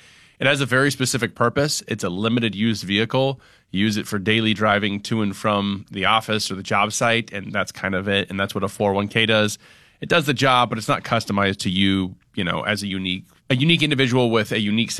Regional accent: Kearney, Nebraska, United States; So I grew up in Kearney, and towards like the later part of July, they've got their cruise night.

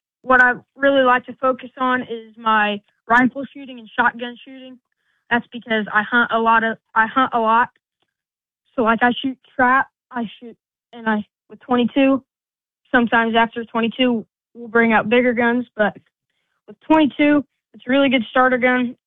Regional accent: Elwood, Nebraska, United States; I'm from Elwood, Nebraska. I'm 12 years old

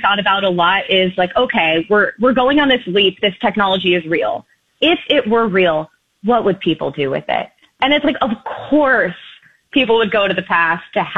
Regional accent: New Jersey, United States; I'm from New Jersey.

